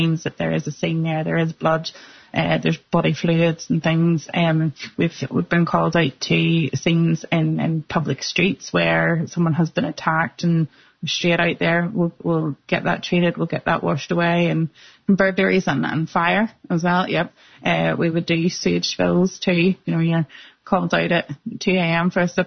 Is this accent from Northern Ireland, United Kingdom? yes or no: yes; Northern Ireland, United Kingdom; also born or lived in Australia; So I came home from Australia with a brand new plan. There's absolutely nowhere in Northern Ireland that you can get training. So I had to go to England a couple of different courses over the times.